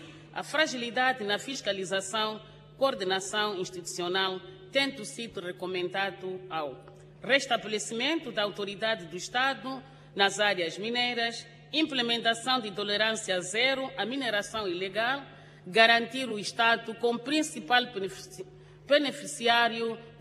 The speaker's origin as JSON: {"language": "Portuguese", "country": "Mozambique", "said": "A nossa união e a nossa coesão como moçambicanos são os nossos maiores ativos."}